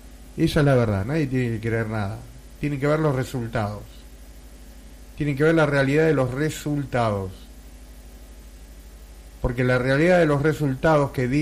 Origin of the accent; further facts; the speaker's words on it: Argentina; nos divide como argentinos.